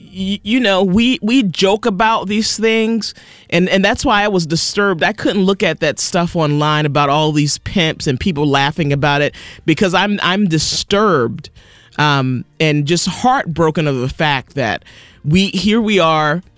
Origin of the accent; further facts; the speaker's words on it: Boston, Massachusetts, United States; I grew up in, we grew up in Dorchester and Roxbury in Boston